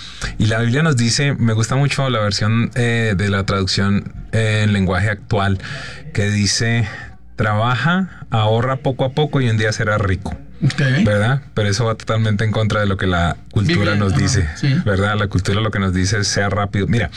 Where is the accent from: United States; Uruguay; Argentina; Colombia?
Colombia; México y Colombia, mi país de origen